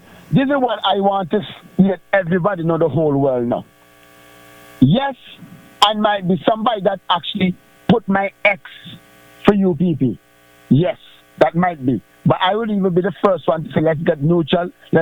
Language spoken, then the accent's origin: English; Antigua & Barbuda; growing up in Antigua